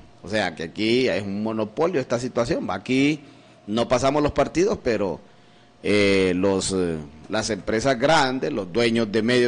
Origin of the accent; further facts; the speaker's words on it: Honduras; así somos los hondureños